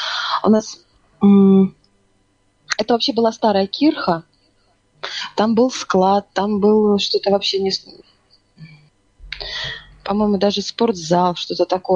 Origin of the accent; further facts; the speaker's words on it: Yantarny, Kaliningrad Oblast, Russia; Я в то время жила в поселке Янтарный. Ну, я родилась там, в Калининградской области.